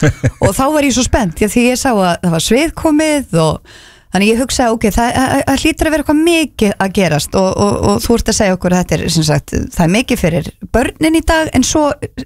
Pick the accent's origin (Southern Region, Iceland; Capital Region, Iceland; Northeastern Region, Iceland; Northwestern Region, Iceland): Capital Region, Iceland; Garðabær; ég er náttúrulega garbaðingur.